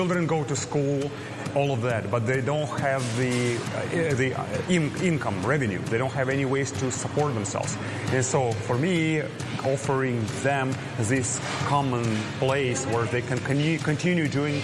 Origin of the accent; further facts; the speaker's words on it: Ukraine; now in United States; for me, Ukraine is still part of where I was born. It's my hometown, it's my childhood memories.